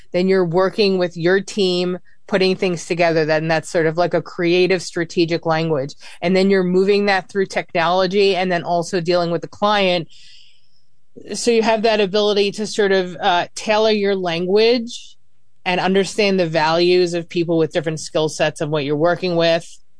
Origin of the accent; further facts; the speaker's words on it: Laurence Harbor, New Jersey, United States; I grew up in a place called Lawrence Harbor, though I'm from Jersey City